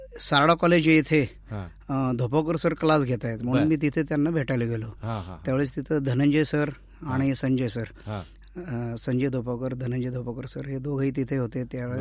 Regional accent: Ahmednagar, Maharashtra, India; मी पहिल्यापासून नगरमध्येच, नगरचाच रहिवासी आहे.

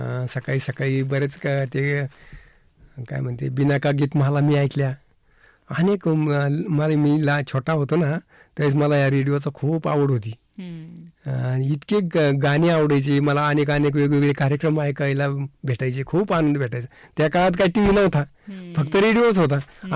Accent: Nimbhari, Maharashtra, India; शानदार आहे असे गाव निंभारी आमचे. खरोखर आमचं गाव खरंच असे का जिथं नदी वाळून भरलेली आज, आणि ते आमचा खजिना आहे.

